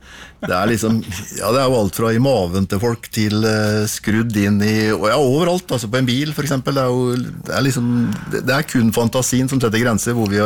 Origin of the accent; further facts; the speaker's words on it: Fredrikstad, Østfold, Norway; Altså, jeg vokste opp på Rolse og jeg gikk på skole her I Fredrikstad og sånn